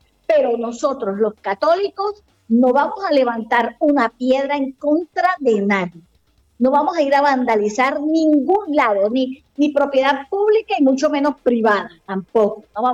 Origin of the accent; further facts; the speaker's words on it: Colombia; nosotros los colombianos somos los que mantenemos esas paredes